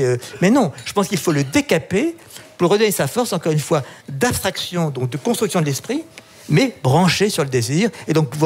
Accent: France; Ah, je viens de France, hein.

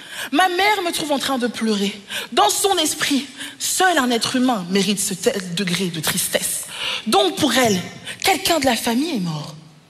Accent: DR Congo; Vu qu'on est congolais, c'est possible que quelqu'un s'appelle comme ça.

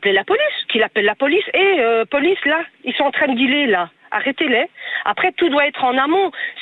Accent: Schaerbeek, Brussels-Capital Region, Belgium; moved away as an adult; now in Wavre, Belgium; Moi, j'ai grandi à Schaerbeek.

